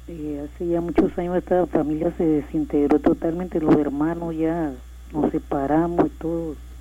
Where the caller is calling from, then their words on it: Chilibre, Panamá, Panama; De por acá, de Chilibre.